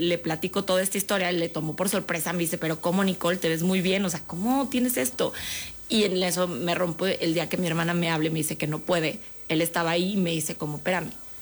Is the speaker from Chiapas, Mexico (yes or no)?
no; Guadalajara, Jalisco, Mexico; now in Mexico City, Mexico